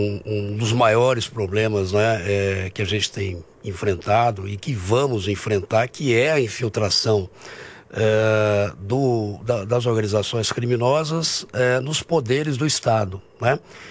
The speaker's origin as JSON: {"language": "Portuguese", "country": "Brazil", "said": "Sou brasileiro"}